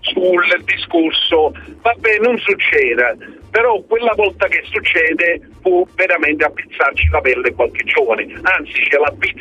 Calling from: Naples, Campania, Italy; io sono napoletano.

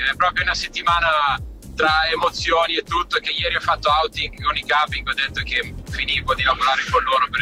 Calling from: Motta Visconti, Lombardy, Italy; da Motta Visconti.

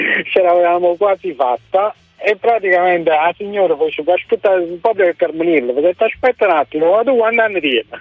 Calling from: Frattamaggiore, Campania, Italy; Che sono di Fratta Maggiore.

